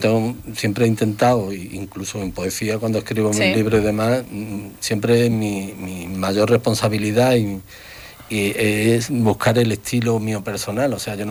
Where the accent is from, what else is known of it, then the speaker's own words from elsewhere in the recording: Morón de la Frontera, Andalusia, Spain; el nombre de Morón lo llevamos por delante, porque somos de Morón.